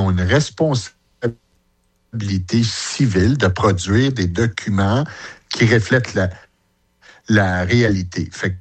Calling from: Blainville, Quebec, Canada; Je suis dans mon coin. Je suis à Blainville.

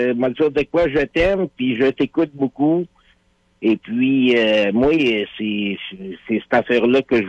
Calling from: Quebec City, Quebec, Canada; je vis à Québec

